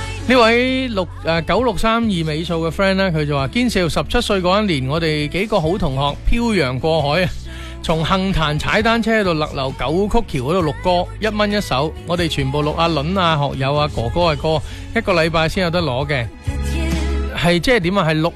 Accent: Guangzhou, Guangdong, China; 我是因为我是广州人啊

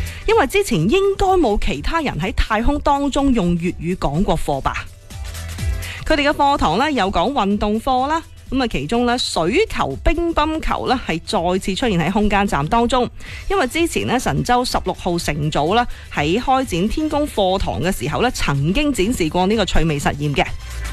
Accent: Foshan, Guangdong, China; first language Cantonese; 咁而作为佛山人呢

